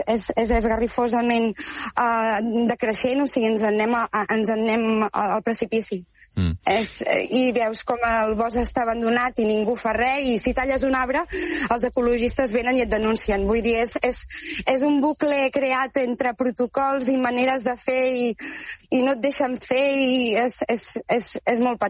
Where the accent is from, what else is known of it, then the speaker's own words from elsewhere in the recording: Calonge, Catalonia, Spain; Jo sóc de Calonge, nascuda a Calonge, pagès del Mas Molla de tota la meva vida. Tinc 41 anys, o sigui, 41 anys que estic a peu de les Gavarres